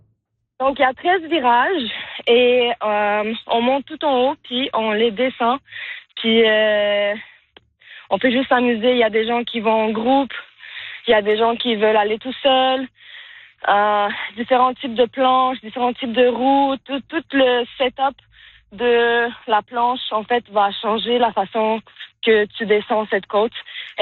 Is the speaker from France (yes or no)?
no; Montreal, Quebec, Canada; moved away; Moi, je suis de Montréal originalement.